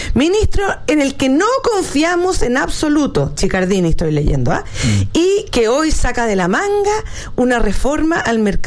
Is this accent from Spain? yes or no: no; Chile; los únicos perjudicados estamos siendo los chilenos.